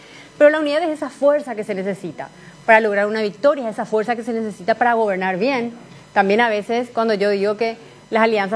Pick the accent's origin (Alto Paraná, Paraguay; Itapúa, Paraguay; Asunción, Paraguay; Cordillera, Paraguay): Asunción, Paraguay; Yo nací en Asunción, la ciudad que tanto amo. Yo crecí, me malcrié en esta ciudad, viví en más de 8 barrios.